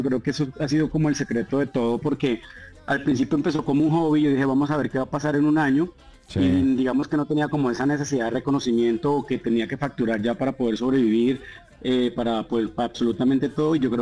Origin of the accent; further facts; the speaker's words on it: Agustín Codazzi, Cesar, Colombia; criadas en la costa norte de Colombia, puntualmente en Agustín Coa Cesar, que es de donde soy yo.